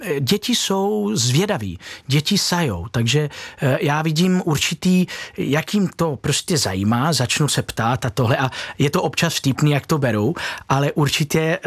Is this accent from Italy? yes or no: yes; Italy; now in Czech Republic; jsem vyrostl v Itálii, kde moje jméno bylo pouze divný.